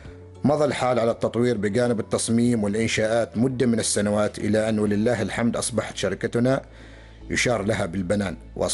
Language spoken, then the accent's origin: Arabic; Oman; كذلك نحن كعمانيين شابين وشابات نستطيع فعلا إن شاء الله تعالى نوصل إلى مستويات عالية